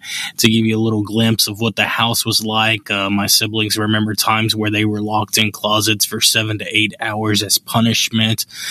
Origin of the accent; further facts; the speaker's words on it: Birmingham, Alabama, United States; so I grew up in West End in Birmingham, and if you know anything about that area, it was a place, it's a place that's not very safe